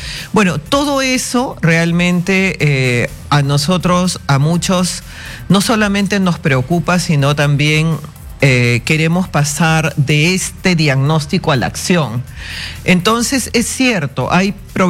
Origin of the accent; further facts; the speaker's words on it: Ica, Peru; quienes somos de provincias, yo soy de Ica